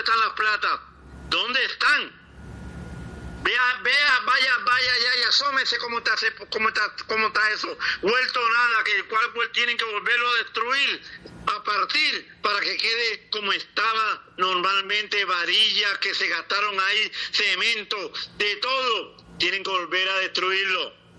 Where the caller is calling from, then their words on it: San Andrés, Providencia and Santa Catalina, Colombia; aquí en San Andrés